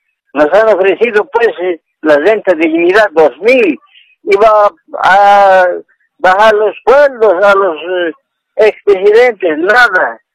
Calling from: Caranavi, La Paz, Bolivia; le llamo de Caranavi.

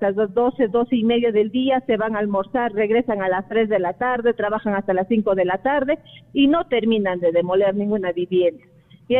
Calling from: Chupuro, Junín, Peru; Chupuro, en la zona que ha sido afectada en el sismo del día 18, señorita.

